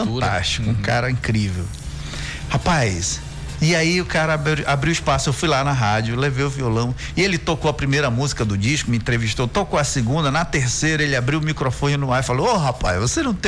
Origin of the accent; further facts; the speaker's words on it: Terra Santa, Pará, Brazil; now in Manaus, Brazil; Eu sou do interior também, eu sou de Terra Santa e nossa região é a mesma, é limítrofe.